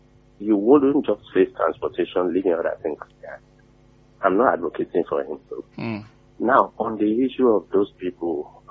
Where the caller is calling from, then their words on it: Nigeria; calling from Alakunle.